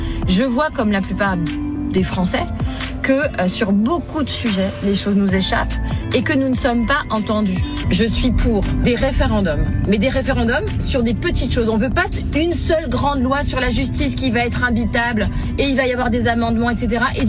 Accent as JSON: {"language": "French", "country": "France"}